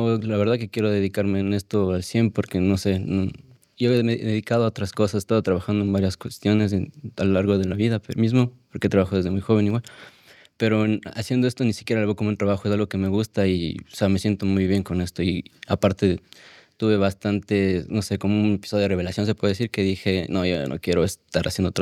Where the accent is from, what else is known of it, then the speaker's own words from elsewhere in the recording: Quito, Pichincha, Ecuador; moved away; Soy de Quito, Ecuador.